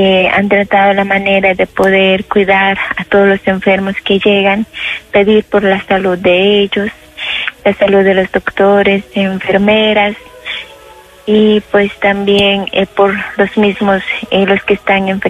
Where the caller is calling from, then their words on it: Guatemala; más que todo por mi pueblo de Guatemala